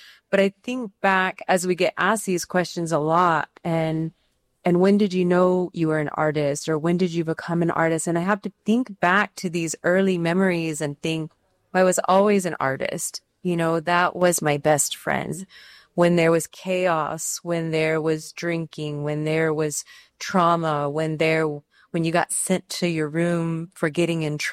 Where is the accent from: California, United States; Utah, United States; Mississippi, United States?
California, United States; Redondo Beach; born there; I was born in Redondo Beach in Los Angeles to interracial parents.